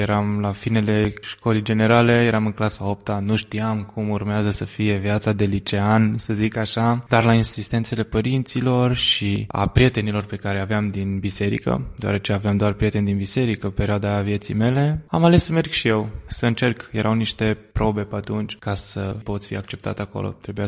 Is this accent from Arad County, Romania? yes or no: yes; Arad, Arad County, Romania; born there